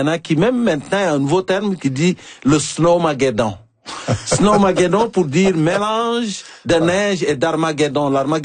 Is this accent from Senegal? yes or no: yes; Senegal; now in Canada; moi, j'ai grandi au Sénégal